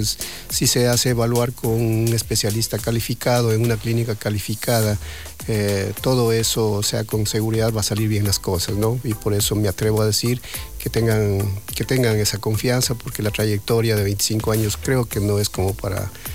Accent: Buenos Aires, Argentina; moved away; Ya llevo 25, 26 años de trayectoria quirúrgica, que desde que vine desde Buenos Aires para ya instalarme en el país, ¿no?

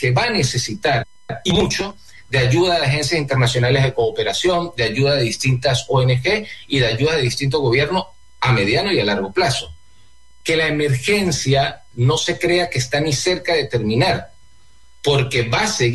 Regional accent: Venezuela; que como venezolanos tenemos por la falta de institucionalidad en la que hemos vivido

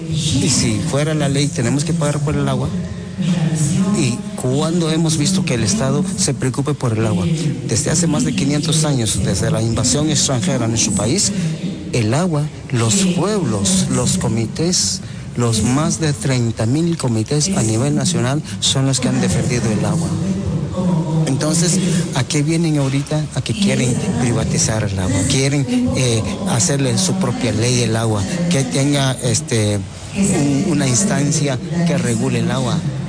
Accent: Santa Cruz Verapaz, Alta Verapaz, Guatemala; soy del territorio Pocomchí, Maya Pocomchí

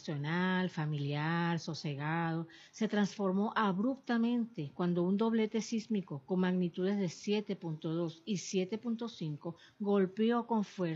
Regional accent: Venezuela; nos involucra a todos, como venezolanos

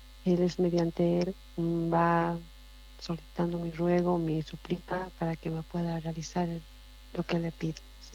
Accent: Llallagua, Potosí, Bolivia; now in La Paz, Bolivia; Y he crecido aquí, yo soy hija minera.

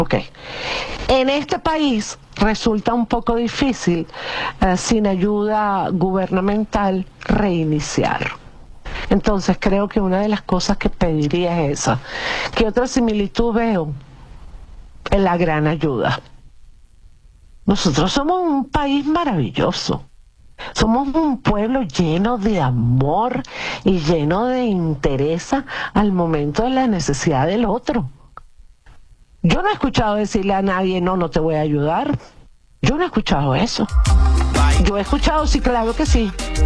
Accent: Venezuela; yo tuve mi vida también en La Guaira, como muchos venezolanos.

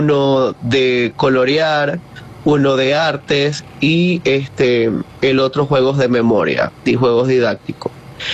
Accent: Maracaibo, Zulia, Venezuela; accent: maracucho; Y bueno, como maracucho que soy, el acento se enmarca mucho más y es mucho más divertido para ellos porque nunca habían escuchado nuestro acento maracucho.

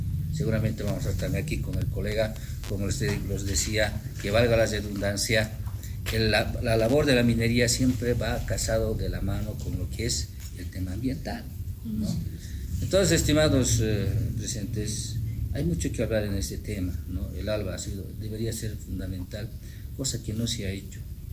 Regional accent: Poopó, Oruro, Bolivia; yo soy de Popó

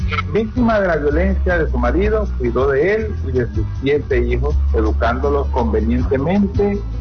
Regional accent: Venezuela; como somos buenos venezolanos

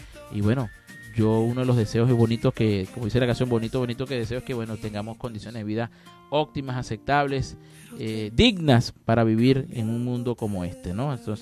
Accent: Venezuela; Como habitante, como venezolano

